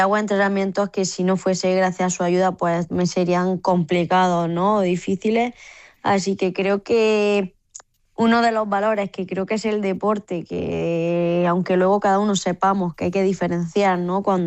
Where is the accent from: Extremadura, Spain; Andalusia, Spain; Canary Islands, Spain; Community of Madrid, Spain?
Andalusia, Spain; Granada; Y para mí como granadina estar a una hora de casa, pues es especial